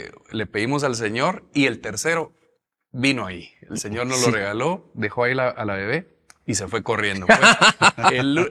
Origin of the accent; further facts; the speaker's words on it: San Marcos, Guatemala; nosotros que venimos de San Marcos, que dice, bueno, ¿qué se puede